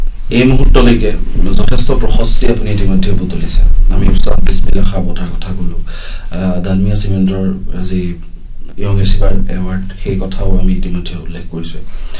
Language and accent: Assamese; Kaliabor, Assam, India; এতিয়া মোৰ গাঁওখনৰ কথাই কওঁ, মই গলিয়াবৰ পৰা আহিছোঁ, মোৰ গাঁওখনত এনে বহু ল'ৰা ছোৱালী আছে